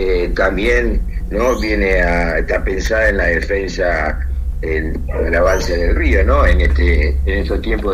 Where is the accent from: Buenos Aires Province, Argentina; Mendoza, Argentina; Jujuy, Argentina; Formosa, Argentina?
Buenos Aires Province, Argentina; Ensenada; nosotros que fuimos criados y nacidos en Ensenada